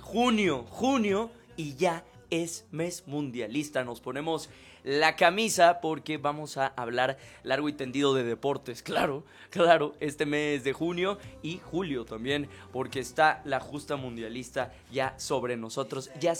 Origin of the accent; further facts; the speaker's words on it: Mexico; moved away; yo soy de pueblo, de San Luis